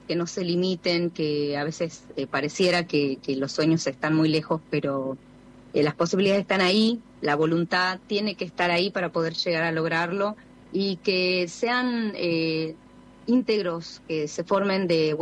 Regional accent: San Salvador de Jujuy, Jujuy, Argentina; moved away as an adult; also born or lived in Córdoba; now in Mexico; yo me crié en Alto Comedero, con una madre soltera que hizo cargo de 4 hijas.

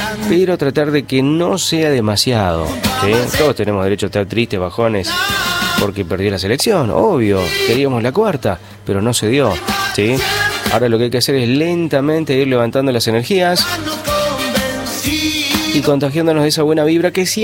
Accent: Argentina; Claro, somos argentinos.

